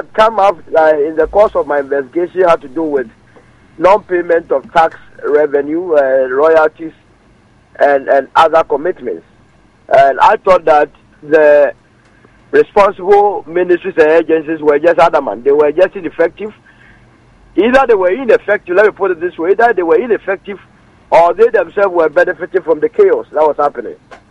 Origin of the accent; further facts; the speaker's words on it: Ghana; as a Ghanaian